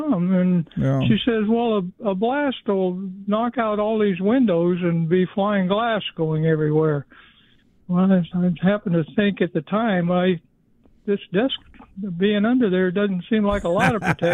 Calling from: Yucca, United States; in Yucca.

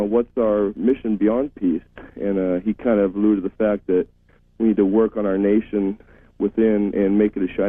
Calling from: Kodiak, Alaska, United States; I'm calling from Kodiak, Alaska.

